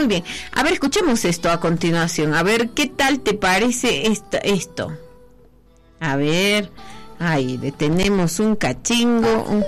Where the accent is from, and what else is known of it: Bolivia